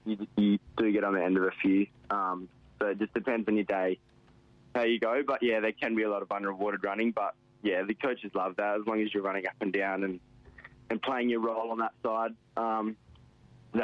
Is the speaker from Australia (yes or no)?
yes; Western Australia, Australia; Yeah, so I'm from Dungrashley, which is 40 minutes south of Geraldton.